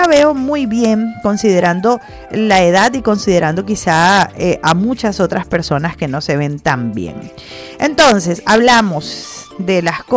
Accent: Venezuela; como ciudadanos, como venezolanos que trabajamos, que pagamos impuestos

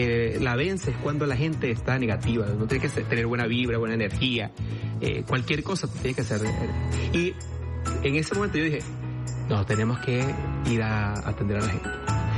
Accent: Caracas, Capital District, Venezuela

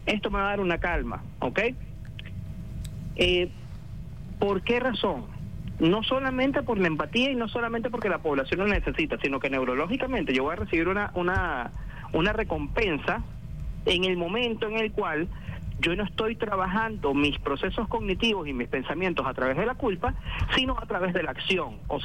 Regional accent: Venezuela; Nosotros como venezolanos tenemos el gentilicio de ser empáticos.

